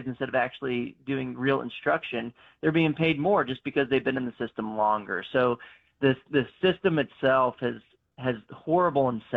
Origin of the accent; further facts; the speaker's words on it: Texas, United States; my home state of Texas